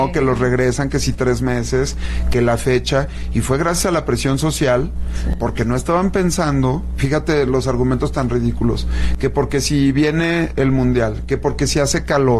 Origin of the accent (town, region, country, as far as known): Mexico